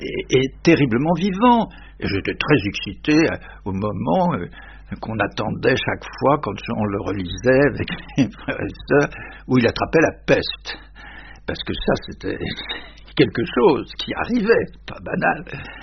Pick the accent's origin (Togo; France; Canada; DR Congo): France; Lyon, Auvergne-Rhône-Alpes; born there; je suis né le 24 juin 1923, il y a donc très longtemps, et je suis né dans la banlieue de Lyon